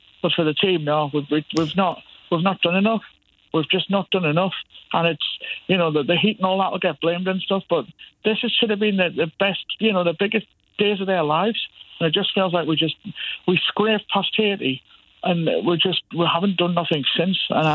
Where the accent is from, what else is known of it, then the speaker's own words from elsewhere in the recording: Edinburgh, Scotland, United Kingdom; born there; also born or lived in England; I went to school in Edinburgh and I love Scotland. And unfortunately, I'm English